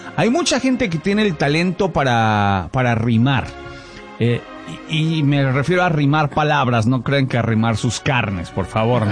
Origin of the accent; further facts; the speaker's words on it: Toluca, State of Mexico, Mexico; born there; moved away; Yo tenía yo 15 años o 16, tenía yo 16 años, ahí en Toluca.